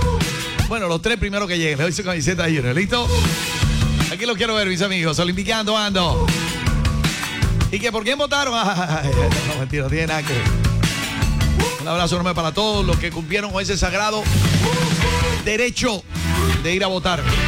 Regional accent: Colombia; Como colombiano que soy, quiero y adoro mi país. Me encanta mi Colombia.

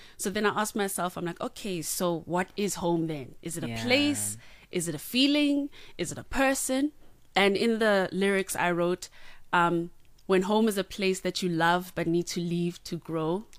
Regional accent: Johannesburg, Gauteng, South Africa; I grew up, born and bred in Johannesburg

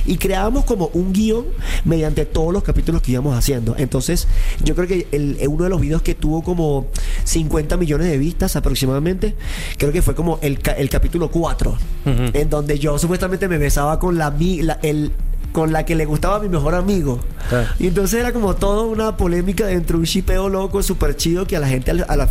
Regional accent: Venezuela; also born or lived in Colombia; justo estuve como 7 años en Colombia. Soy venezolano, un placer.

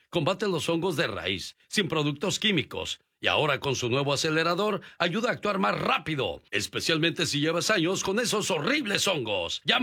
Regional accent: Jalisco, Mexico; moved away; día salí de Jalisco, pero Jalisco nunca salió de mí.

